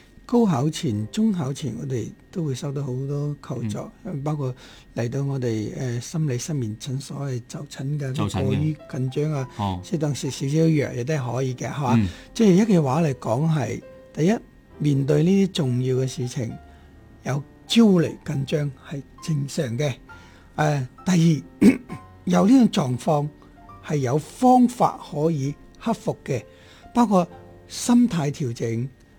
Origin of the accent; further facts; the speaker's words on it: Guangdong, China; 我哋广东人